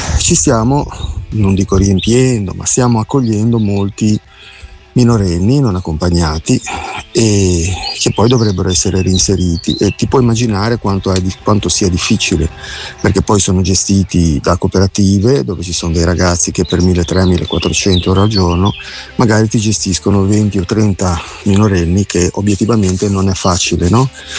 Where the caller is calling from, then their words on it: Genoa, Liguria, Italy; da Genova.